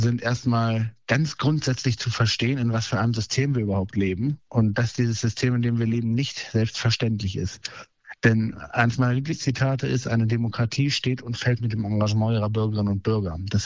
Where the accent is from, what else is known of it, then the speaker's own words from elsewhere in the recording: Northeim, Lower Saxony, Germany; born there; ich bin 20 Jahre alt und ich komme aus Northeim und habe hier mein Abitur gemacht 2025